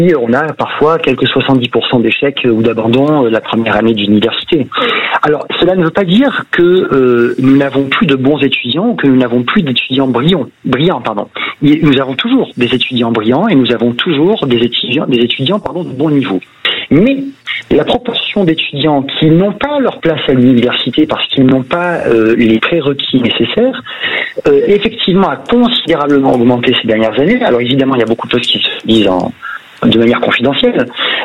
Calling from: Aix-en-Provence, Provence-Alpes-Côte d'Azur, France; je suis à Aix

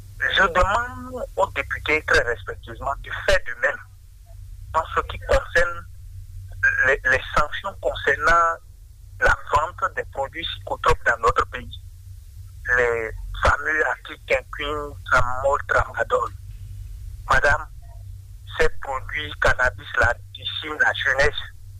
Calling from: Benin

